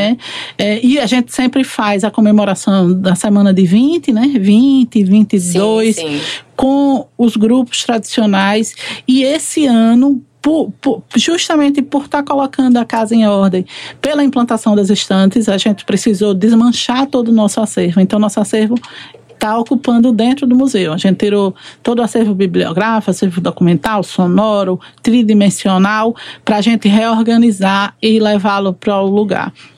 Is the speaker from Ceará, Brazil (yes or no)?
no; Sergipe, Brazil; E aí, em algum momento, eu fui para minha terra, né? A gente sente o nordestino, ele sempre saudade de casa no meio de junho.